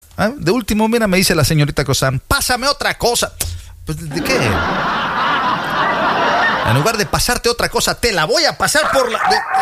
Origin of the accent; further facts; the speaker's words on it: Veracruz, Mexico; Yo soy de oro. Yo soy ese jarocho.